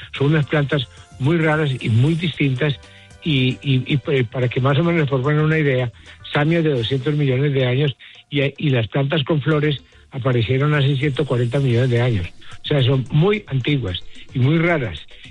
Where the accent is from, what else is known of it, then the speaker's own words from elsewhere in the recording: Colombia; de Colombia, la gente me dice, ¿de Colombia?